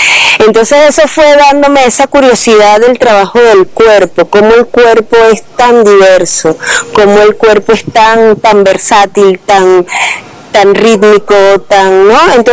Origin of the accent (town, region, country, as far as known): Caracas, Capital District, Venezuela; born or raised there